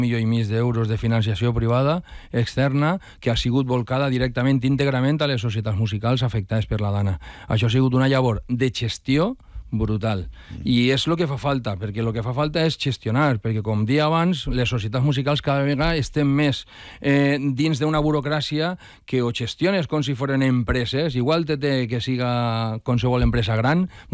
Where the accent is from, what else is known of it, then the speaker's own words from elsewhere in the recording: Valencia, Valencian Community, Spain; also born or lived in Llíria; Jo anava a escola a Llíria, eh? O sea, jo no sóc de Llíria, jo sóc d'ací del Cabanyal.